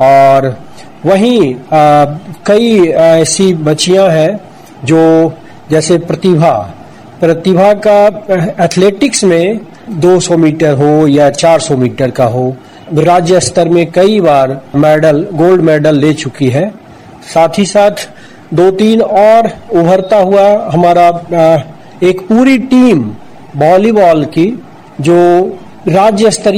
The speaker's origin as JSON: {"language": "Hindi", "town": "Darbhanga", "region": "Bihar", "country": "India"}